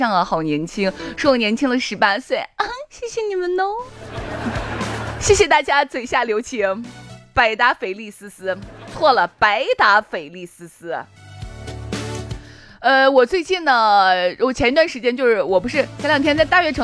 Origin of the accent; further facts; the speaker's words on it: Shaanxi, China; 我们陕西话是 SS 是个半语子，就是舌头是半，